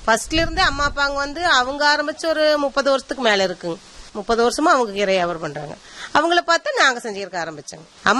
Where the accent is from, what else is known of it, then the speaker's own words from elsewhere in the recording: Malaipalayam, Tamil Nadu, India; நாங்க பிறந்தது இதே மலைப்பளையமே தானுங்க. படிச்சது பாத்துட்டீங்கன்னா செஞ்சேரி மலை ஸ்கூல்ல. நாங்க கல்யாணம் பண்ணது இதே ஊர்ல தான், மலைப்பளத்திலேயே தான் நாங்க இதே ஊர்ல தான் இருக்கேங்க.